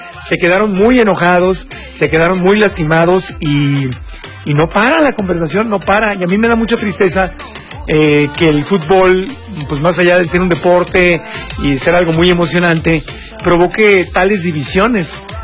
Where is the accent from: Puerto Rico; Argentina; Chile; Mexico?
Mexico; Nosotros como mexicanos darle la vuelta a la derrota de Inglaterra